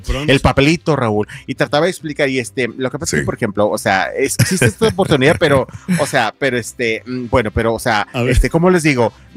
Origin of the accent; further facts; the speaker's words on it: Mexico; No, o sea, que nosotros acá en México no es como ustedes allá en Estados Unidos.